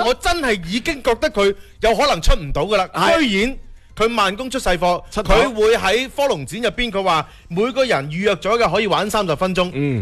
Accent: China; 用我哋中国人嘅视野，我哋嘅角度去讲一个唔系我哋本地发生嘅故事

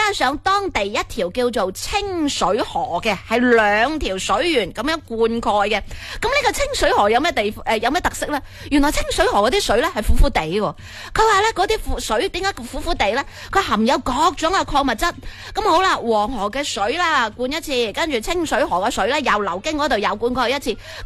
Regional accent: Guiping, Guangxi, China; moved away; 我家乡就广西桂平嗰边啊，盛产荔枝，每年都有成两个月嘅荔枝食啊。

